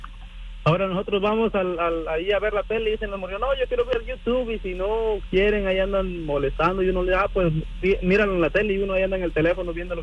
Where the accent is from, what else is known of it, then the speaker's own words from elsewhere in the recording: Mexico; now in United States; Porque haz de cuenta que yo soy de México y en México es otro rollo.